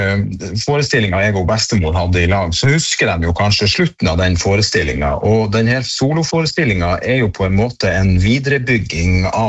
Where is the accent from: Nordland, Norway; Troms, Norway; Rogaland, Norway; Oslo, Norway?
Troms, Norway; Senja; når jeg i min ungdom jobbet på lakseoppdrett på heimen på Senja